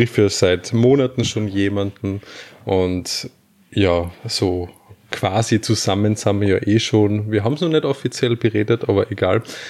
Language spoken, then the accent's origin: German; Austria; habe jetzt Jura angefangen oder wie man bei uns in Österreich sagt, Jus.